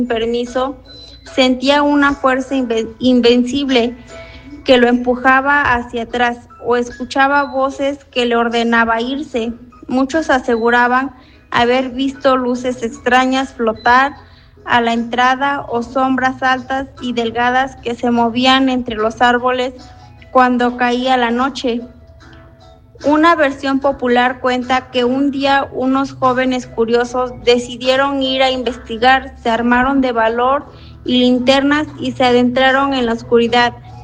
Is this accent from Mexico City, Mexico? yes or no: no; Santa Cecilia Clavijero, Puebla, Mexico; aquí de mi pueblo de Santa Cecilia Clavijero.